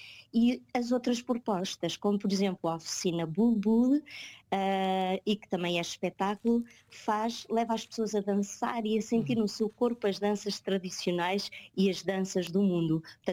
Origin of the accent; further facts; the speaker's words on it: Abrantes, Centro, Portugal; born there; eu nasci em Abrantes, o meu avô era o barqueiro da Água das Casas